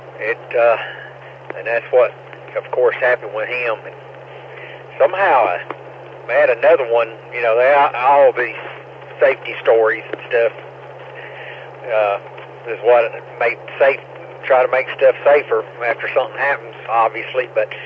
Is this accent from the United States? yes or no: yes; Cleveland, United States; now in Sheridan, United States; So anyway, I'm born and raised in Cleveland, but right now I'm living in about central, well, about 40 miles south of Little Rock.